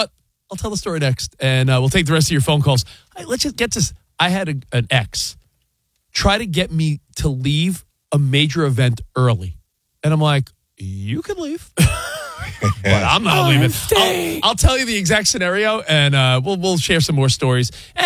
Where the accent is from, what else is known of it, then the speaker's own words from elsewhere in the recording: New York, United States; I'm not a Knicks fan, even though I'm from New York.